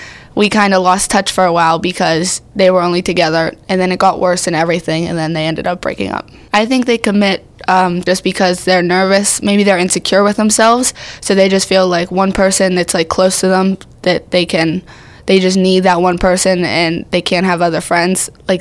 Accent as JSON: {"language": "English", "town": "South Allegheny", "region": "Pennsylvania", "country": "United States", "said": "I'm 14, and I'm from South Allegheny."}